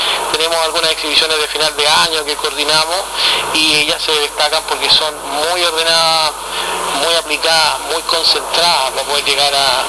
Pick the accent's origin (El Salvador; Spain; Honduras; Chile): Chile; Santiago, Santiago Metropolitan Region; moved away; Yo vengo desde Santiago, llegué el año 2008 y trajimos nuestras prácticas marciales a la región.